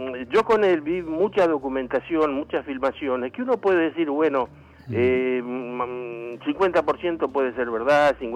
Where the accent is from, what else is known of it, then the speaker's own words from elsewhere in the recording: Villa Santa Rita, Buenos Aires, Argentina; Hola, Jorge … de Villa Santa Rita.